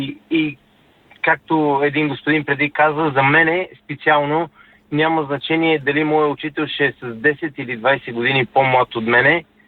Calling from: London, United Kingdom; съм от Лондон

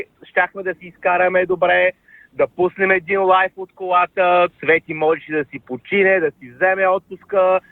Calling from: Varna, Varna Province, Bulgaria; от Варна.

